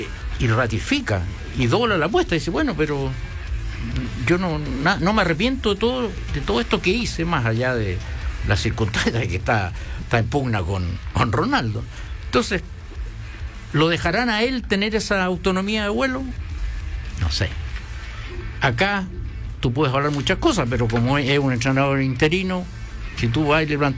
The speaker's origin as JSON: {"language": "Spanish", "country": "Chile", "said": "Es que los chilenos somos así, porque. A ver, yo soy chileno también."}